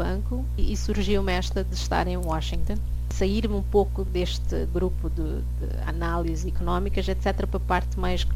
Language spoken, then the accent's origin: Portuguese; Mozambique; moved away; also born or lived in London